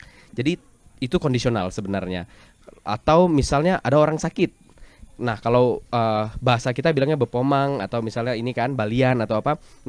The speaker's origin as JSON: {"language": "Indonesian", "region": "West Kalimantan", "country": "Indonesia", "said": "Namanya kan kita di Kalimantan Barat, khususnya di Kabupaten Sanggau, mayoritasnya kan kita orang Dayak nih."}